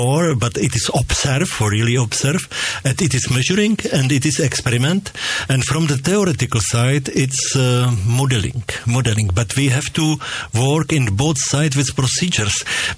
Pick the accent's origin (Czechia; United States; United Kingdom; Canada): Czechia; English is a second language; But I am from beer country, I'm from Czech Republic